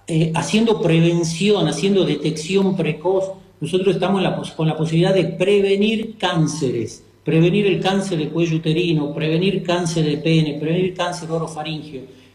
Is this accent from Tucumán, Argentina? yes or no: yes; Tucumán, Argentina; accent: Tucumán; Por ahí me traicionó un poquito la tonada, soy de Tucumán.